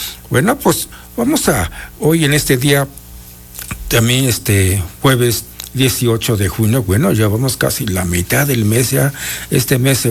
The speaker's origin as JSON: {"language": "Spanish", "region": "Mixteca", "country": "Mexico", "first_language": "Mixtec", "second_language": "Spanish", "said": "nosotros en mixteco lo decimos itu"}